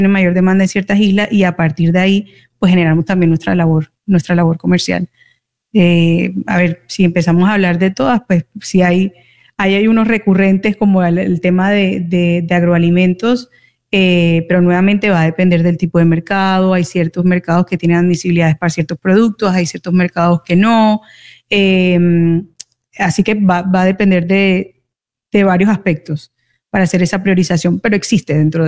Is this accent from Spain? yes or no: no; Colombia; el colombiano ama una salsa y crecemos todos escuchando a los salseros puertorriqueños.